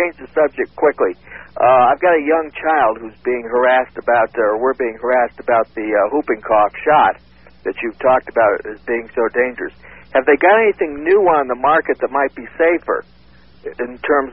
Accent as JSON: {"language": "English", "region": "Connecticut", "country": "United States", "moved": "yes", "lives_now": "Roseburg, United States", "said": "I come from Connecticut originally"}